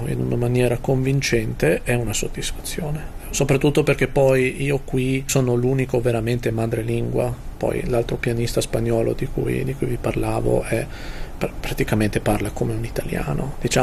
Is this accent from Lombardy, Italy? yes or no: yes; Como, Lombardy, Italy; accent: Como; io sono di Como. Infatti ho appena detto che io sono di Como, ma forse dovrei dire che io sono di Como. Da Como tutte le E che noi diciamo sono sbagliate, come in Ticino